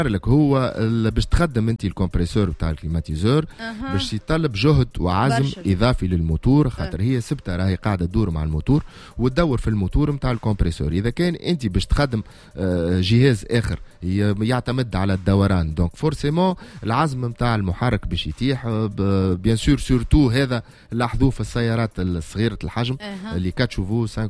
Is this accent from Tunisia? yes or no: yes; Tunis, Tunis Governorate, Tunisia; born there; والله احسن بلاصه هي مسقط راسي هي لافايت